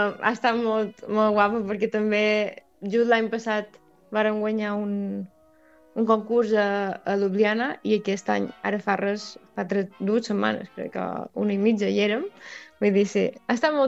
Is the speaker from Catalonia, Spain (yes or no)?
no; Felanitx, Balearic Islands, Spain; i els altres tres són catalans, en Joan és de Reus, en Oriol d'Alcanar i en Xavi de Olesa de Montserrat i jo de Felanitx.